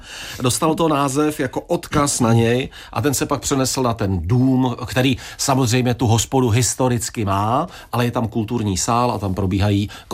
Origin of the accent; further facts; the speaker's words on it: Brno, South Moravian Region, Czechia; Opravdu jsem Brňák rodilý a opravdu jsem z Králova pole